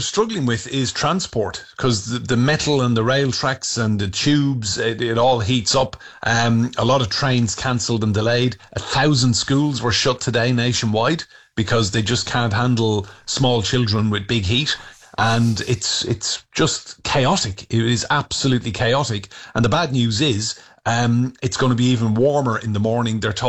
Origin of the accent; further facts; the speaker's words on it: Ireland; Well, as an Irishman